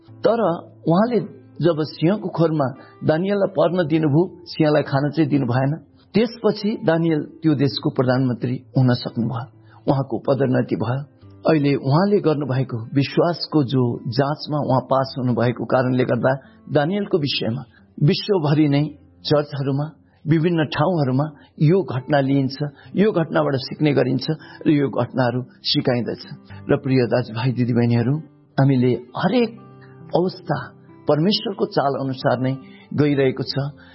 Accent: Jhapa, Koshi Province, Nepal; moved away as an adult; now in Kathmandu, Nepal; झापा मेरो गृह जिल्ला यानि गाउँमा फर्के पछाडि

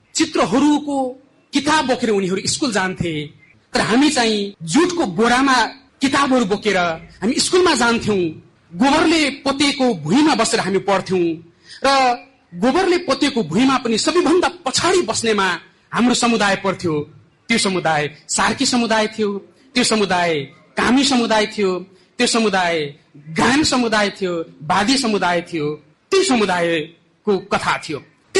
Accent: Pyuthan, Lumbini Province, Nepal; now in Dang, Nepal; विशेष गरी मेरो पुर्ख्यौली घर प्युठान हो र युद्धको बेलामा विस्थापित भएर म दाङ झरेको थिएँ।

